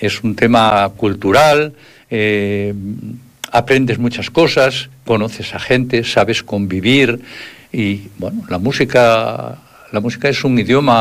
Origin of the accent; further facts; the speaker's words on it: Piloña, Asturias, Spain; que cada vez somos menos de Piloña